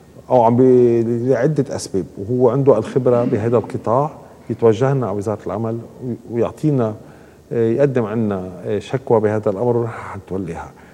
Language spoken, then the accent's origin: Arabic; Lebanon; نحن كمواطنين لبنانيين